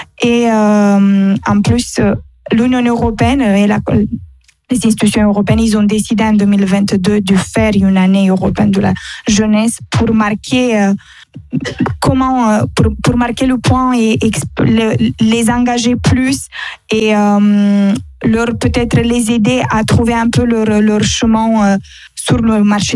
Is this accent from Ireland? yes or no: no; Romania; French is a second language; moved away as an adult; now in France; moi je suis Roumaine, par exemple, je vis en France depuis presque 8 ans